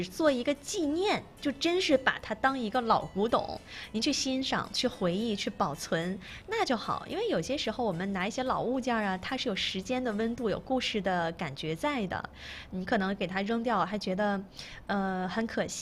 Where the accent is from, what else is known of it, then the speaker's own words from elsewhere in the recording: Hebei, China; now in Jinzhou, China; 我是河北的，我们那边都要插座，就是正常就说插座，就叫插座，来东北之后呢说插排啊，我现在也会习惯性的叫它插排。